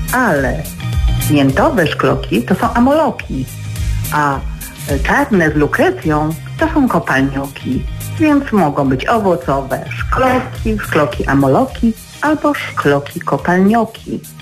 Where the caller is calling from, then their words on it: Silesian Voivodeship, Poland; Jestem ze Śląska.